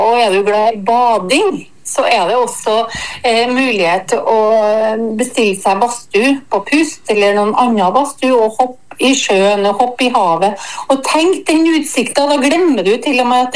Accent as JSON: {"language": "Norwegian", "region": "Trøndelag", "country": "Norway", "said": "du vet jeg er trønder."}